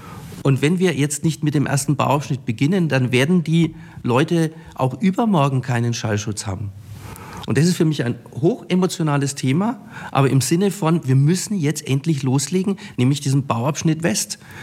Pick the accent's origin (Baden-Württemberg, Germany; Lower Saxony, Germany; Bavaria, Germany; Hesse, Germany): Bavaria, Germany; Nuremberg; Also ich komme ja aus Muggenhof, also direkt am Frankenschneeweg aufgewachsen.